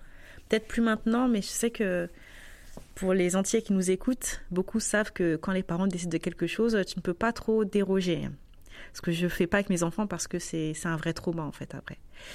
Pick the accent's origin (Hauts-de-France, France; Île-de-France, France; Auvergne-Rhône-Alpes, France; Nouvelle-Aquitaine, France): Île-de-France, France; Saint-Ouen; J'ai grandi dans 93 à Saint-Ouen.